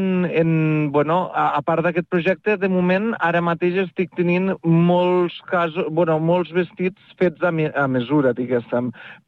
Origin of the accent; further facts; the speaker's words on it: Mollerussa, Catalonia, Spain; el meu poble i jo tinc molta estima al meu poble i a la meva gent i a la meva terra d'aquí